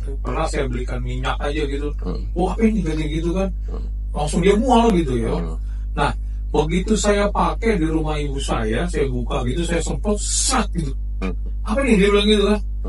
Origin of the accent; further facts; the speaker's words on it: Sumatra, Indonesia; kita sebagai orang Sumatera